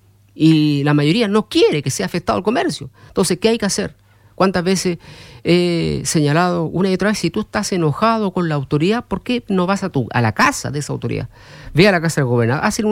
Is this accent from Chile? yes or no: yes; Chile